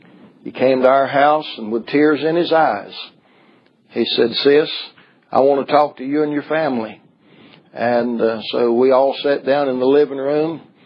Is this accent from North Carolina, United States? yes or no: yes; Salisbury, North Carolina, United States; in my hometown of Salisbury, North Carolina